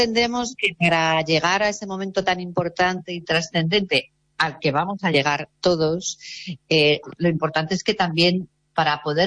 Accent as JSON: {"language": "Spanish", "town": "Madrid", "region": "Community of Madrid", "country": "Spain", "moved": "as an adult", "lives_now": "Galicia, Spain", "said": "yo soy madrileña, pero llevo aquí 16 años, que aquí en Galicia"}